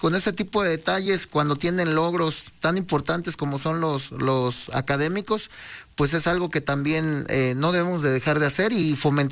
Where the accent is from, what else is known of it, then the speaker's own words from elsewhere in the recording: Veracruz, Mexico; a la escuela del puerto de Veracruz, donde yo nací, donde yo crecí, en arenas que no tenían techo, que no tenían piso, en una colonia que se llama Dos Caminos